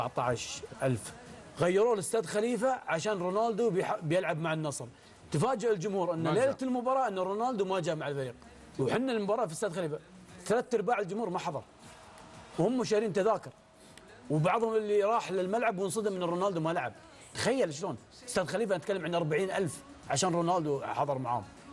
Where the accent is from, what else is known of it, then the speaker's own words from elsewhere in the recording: Qatar; وهذه صارت عندنا في قطر